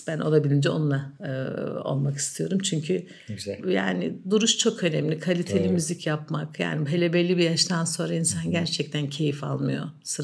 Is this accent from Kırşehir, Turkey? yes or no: yes; Kırşehir, Turkey; Yani Kırşehirliyim, Bozlak altyapılıyım